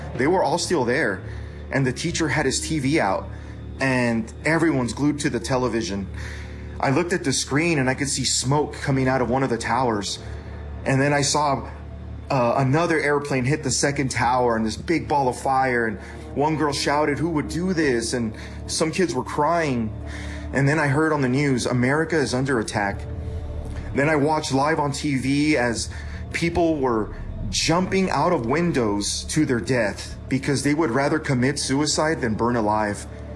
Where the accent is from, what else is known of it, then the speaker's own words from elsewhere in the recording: Bell Gardens, California, United States; born there; first language Spanish; English is a second language; I'm a senior at Bell Gardens High School.